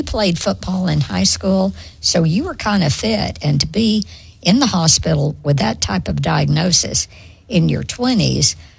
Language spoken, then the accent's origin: English; the South, United States; that's the way I grew up in the South.